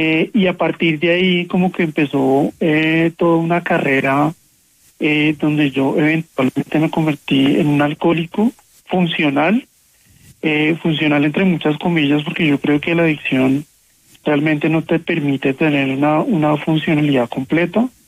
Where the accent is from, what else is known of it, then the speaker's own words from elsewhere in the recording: Bogotá, Colombia; Yo soy adicto en recuperación, soy alcohólico, soy bogotano, tengo 43 años.